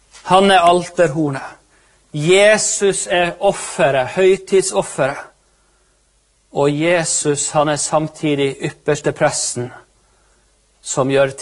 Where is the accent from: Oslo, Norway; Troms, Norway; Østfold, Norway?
Troms, Norway; Målselv; Det gikk aldri noen flyalarm i Målselv når vi var unger og vokste opp